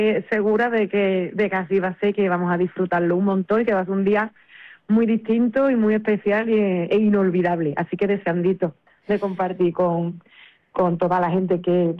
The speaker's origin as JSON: {"language": "Spanish", "town": "Seville", "region": "Andalusia", "country": "Spain", "said": "Yo soy de Sevilla, pero yo soy una enamorada de la provincia de Cádiz."}